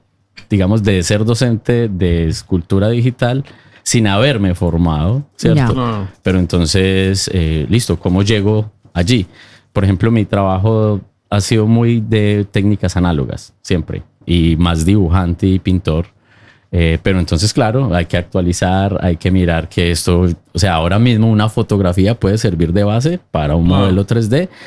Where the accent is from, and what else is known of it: Colombia; moved away